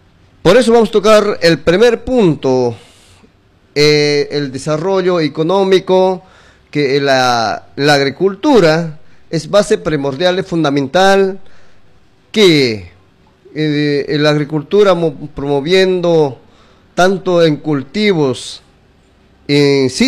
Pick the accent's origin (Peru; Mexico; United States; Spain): Peru; Pichanaqui, Junín; como para mi persona que soy agricultor, que vivo en campo. Por ejemplo, yo soy de Villa Santa María.